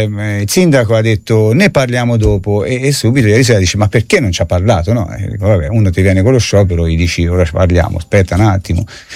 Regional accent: Rigutino, Tuscany, Italy; Ma io vengo da Rigutino, non vengo da Arezzo, capito? Io sono un rapo di Chiana, come ci chiamavate una volta.

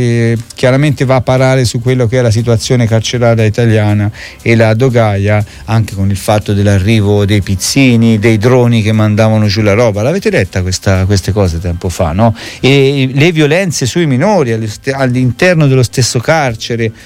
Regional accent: Arezzo, Tuscany, Italy; noi siamo toscani, è vero, siamo aretini, ma siamo sempre toscani

